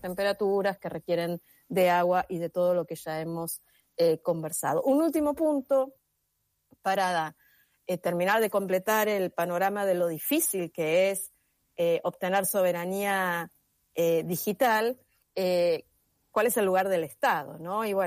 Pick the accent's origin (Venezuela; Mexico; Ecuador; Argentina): Argentina